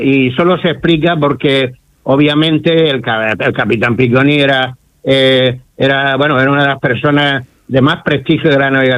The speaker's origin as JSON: {"language": "Spanish", "country": "Spain", "said": "los gallegos, que somos los españoles"}